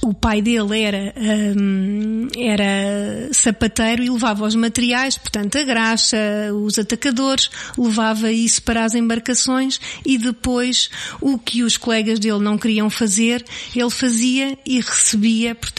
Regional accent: Santa Cita, Santarém, Portugal; now in Tomar, Portugal; Sou do Conselho de Tomar. Cresci numa aldeia, Santa Cita. Neste momento não estou lá a viver, mas tenho muitas saudades.

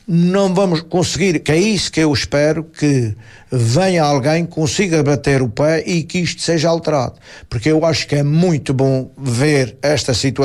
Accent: São Jorge, Azores, Portugal; nós jorgenses

